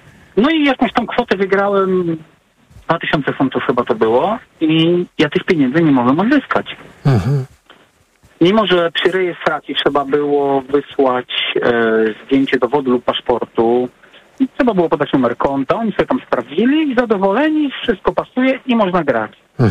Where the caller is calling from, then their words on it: England, United Kingdom; Nie wiem, czy mogę się powiedzieć, bo ja z Anglii dzwonię, nie z Polski.